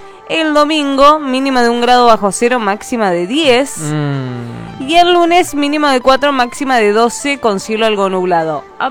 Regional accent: Argentina; yo soy de Argentina.

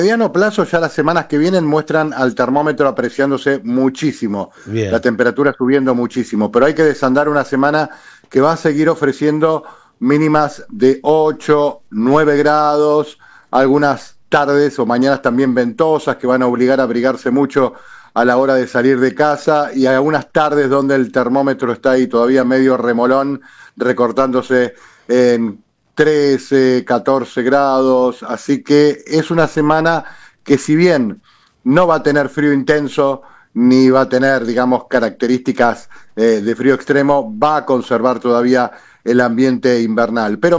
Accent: Castelar, Buenos Aires Province, Argentina; Yo prefiero que me pregunten más por Castelar que por San Martín, porque yo soy del oeste.

